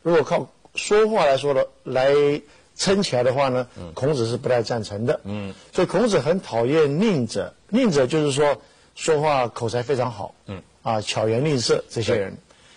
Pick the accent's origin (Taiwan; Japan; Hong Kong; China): Taiwan; moved away; 像我从台湾来，我知道很清楚。